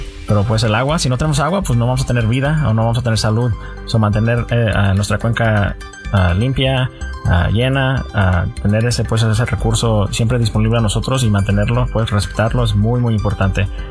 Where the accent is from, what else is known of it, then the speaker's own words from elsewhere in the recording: Baldwin Park, California, United States; Pues Baldwin Park es obviamente mi ciudad favorita y es ahí donde yo crecí